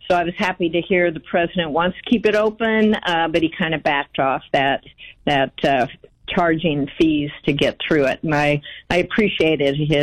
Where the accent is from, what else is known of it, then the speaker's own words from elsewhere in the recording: Nebraska, United States; I'm from Nebraska.